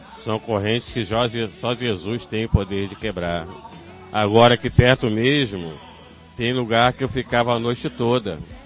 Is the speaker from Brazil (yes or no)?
yes; Bom Sucesso, Brazil; Vem de bom sucesso.